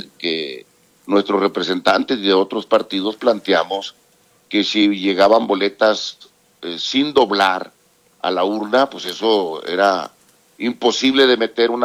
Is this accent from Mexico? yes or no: yes; Mexico; en su momento todos somos mexicanos y deberíamos de seguir, de evitar seguir polarizando a México